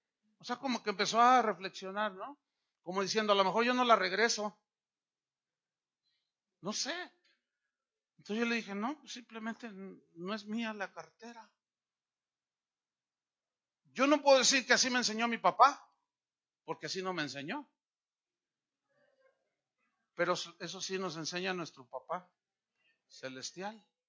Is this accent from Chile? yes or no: no; Mexico; Pero ¿saben qué? Yo soy mexicano.